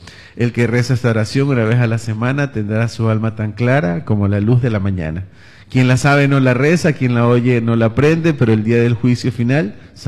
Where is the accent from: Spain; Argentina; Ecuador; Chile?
Ecuador; Manabí; Creo que todos los manabitas somos muy devotos de Nuestra Señora del Carmen.